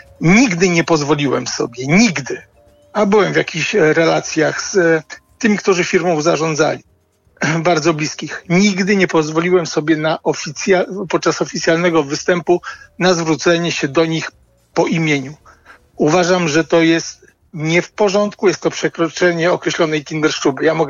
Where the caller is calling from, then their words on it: Gdańsk, Pomeranian Voivodeship, Poland; jakkolwiek jeszcze jestem gdańszczaninem i niekiedy tam przyjeżdżam